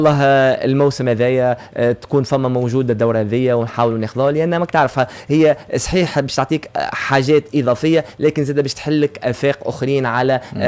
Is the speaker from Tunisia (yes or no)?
yes; Tunisia; حتى الشيء اللي موجود عندنا في تونس